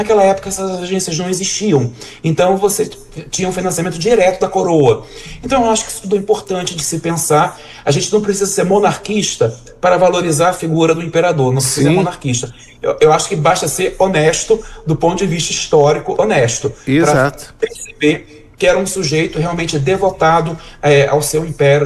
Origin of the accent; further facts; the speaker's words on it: Rio de Janeiro, Brazil; Eu sou de Campo Grande, sou nascido e criado no, na Zona Oeste